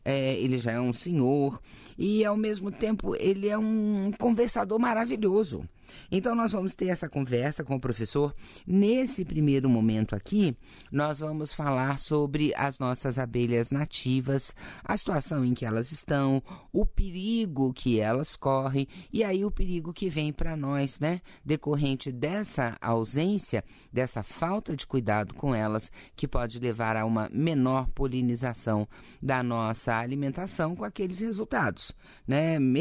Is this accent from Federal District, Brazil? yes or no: yes; Brasília, Federal District, Brazil; born there; also born or lived in Rondônia; Eu digo assim, gente, que quando eu nasci aqui em Brasília, né, Brasília era só o barro vermelho. As emas botavam a careta dentro da janela da minha casa, assim, né? Aí depois eu fui pra Rondônia